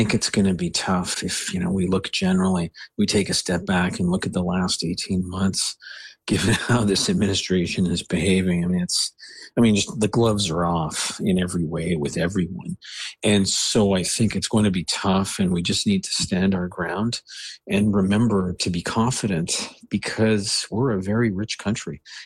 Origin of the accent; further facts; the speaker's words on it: Canada; I don't say that because I'm Canadian